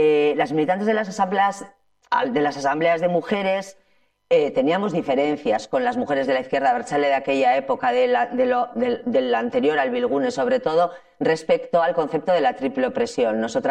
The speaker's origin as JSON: {"language": "Spanish", "town": "Ermua", "region": "Basque Country", "country": "Spain", "moved": "yes", "said": "como yo que soy de Ermua"}